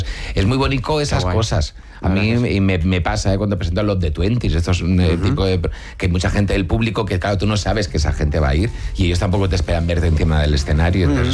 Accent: Barcelona, Catalonia, Spain; moved away as an adult; now in Madrid, Spain; yo soy de Barcelona, me vine a Madrid con 18 años...

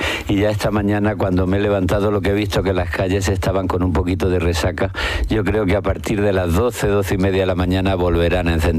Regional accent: Granada, Andalusia, Spain; Yo nací en Granada, me he educado en Granada, pero estoy muy relacionado con Cádiz. Tengo una casita en la bahía de Cádiz

